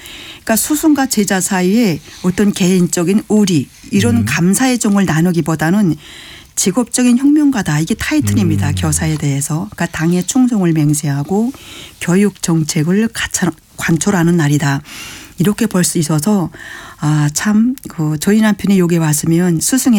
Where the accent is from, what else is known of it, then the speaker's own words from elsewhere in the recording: Sunchon, South Pyongan, North Korea; moved away as an adult; now in South Korea; 순천 지역 경제의 발전에 관한 연구 제 고향입니다.